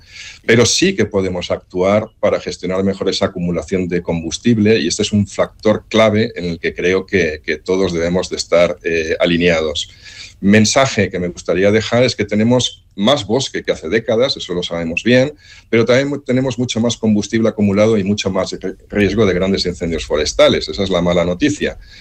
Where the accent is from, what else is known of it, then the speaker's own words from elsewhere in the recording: Valencian Community, Spain; Yo personalmente soy del Alto Palancia, conozco bien aquellas montañas y me toca de lleno.